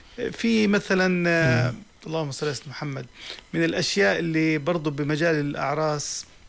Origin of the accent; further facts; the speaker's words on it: Kuwait; born there; احنا خليجي، احنا اساسا ولدنا في الخليج مثلا، انا ولدت في الكويت